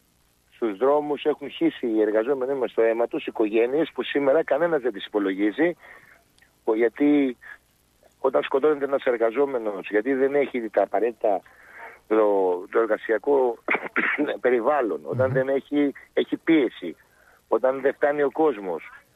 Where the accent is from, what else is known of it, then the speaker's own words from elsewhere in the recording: Piraeus, Attica, Greece; Εγώ, επειδή είμαι από τον Πειραιά και είμαι νοικιώτης